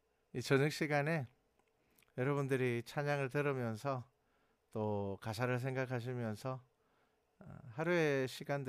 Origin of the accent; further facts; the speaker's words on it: Gyeongsang, South Korea; accent: Gyeongsang dialect; 태어나서 쭉 경상도에서만 살았는데 어쩔 수 없죠. 네. 그런데 경상도 말이 또 구수하고 좋은 것들도 있잖아요.